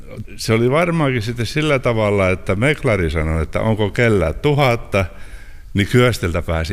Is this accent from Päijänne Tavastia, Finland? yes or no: no; Tuuri, South Ostrobothnia, Finland; moved away; Mä oon Tuurista niin syntyisin ja asun nyt muualla.